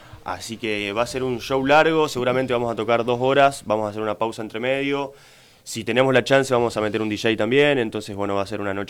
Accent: Reconquista, Santa Fe, Argentina; volver a encontrarnos con el público reconquistense

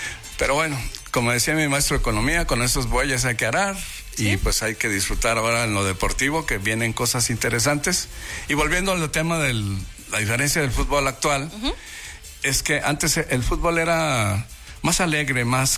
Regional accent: Mexico

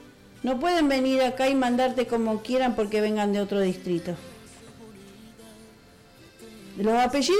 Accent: Ezeiza, Buenos Aires Province, Argentina; born there; Los que nacimos en Ezeiza nos conocemos todos.

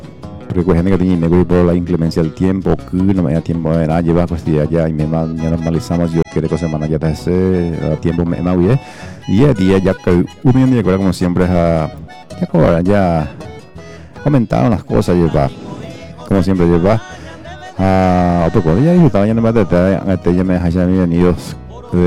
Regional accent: Paraguay; somos paraguayos

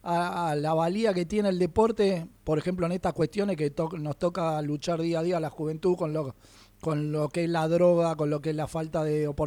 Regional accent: Buenos Aires, Argentina; yo, bueno, vengo de Buenos Aires, qué sé yo, soy hincha, confeso, de Vélez Sarsfield

